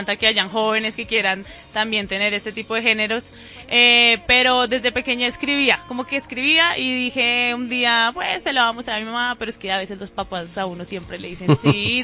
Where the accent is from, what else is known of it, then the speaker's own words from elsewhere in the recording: Bogotá, Bogotá Capital District, Colombia; Rola, sí, de Bogotá.